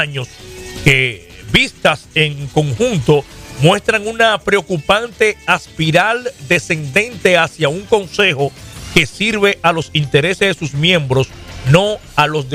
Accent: Dominican Republic; moved away; Somos dominicanos

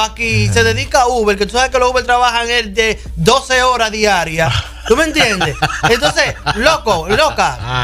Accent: Dominican Republic; moved away; más en mi país, porque sé de los casos que pasan allá en RD.

